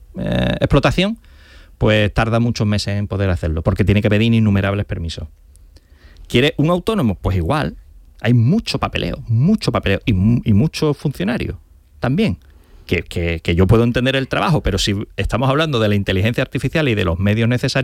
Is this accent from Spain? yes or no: yes; Andalusia, Spain; yo soy gaditano y en la costa de Cádiz hay muchos sitios maravillosos